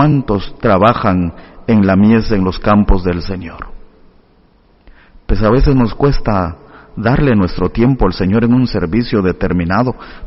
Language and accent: Spanish; Santiago Atitlán, Sololá, Guatemala; En la parroquia de donde vengo, en Guatemala, en Santiago Atitlán